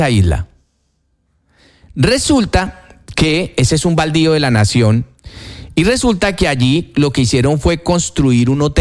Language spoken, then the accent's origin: Spanish; Colombia; que son del Estado, que es de usted como colombiano y mío.